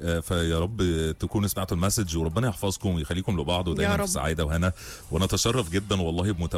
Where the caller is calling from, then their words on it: Dubai, United Arab Emirates; انا بسمعكم من دبي وانا مروح